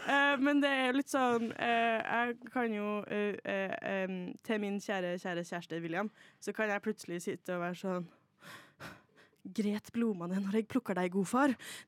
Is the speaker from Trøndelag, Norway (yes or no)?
yes; Trøndelag, Norway; Jeg er jo fra Norges navle, to mil unna Norges geografiske midtpunkt, og 5 kilometer unna det mest historiske stedet i Norge, nemlig Stiklestad.